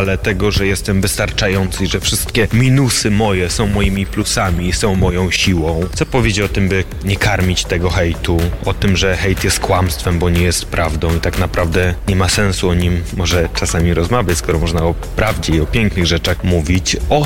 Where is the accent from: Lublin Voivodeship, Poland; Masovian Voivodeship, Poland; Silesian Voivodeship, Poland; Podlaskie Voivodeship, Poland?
Silesian Voivodeship, Poland; accent: Silesian; zaciągam po śląsku